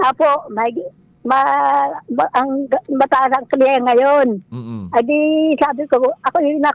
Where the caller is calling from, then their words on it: Lucena, Calabarzon, Philippines; Kagailaya ngayon po, Lucena City.